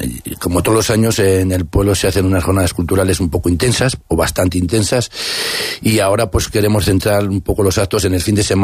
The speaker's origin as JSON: {"language": "Spanish", "region": "Castile and León", "country": "Spain", "said": "en la zona nuestra de la Ribera hay una, están todos los municipios en fiestas, desde Aranda de Duero que hasta San Esteban de Gormaz, Santa María de las Ollas"}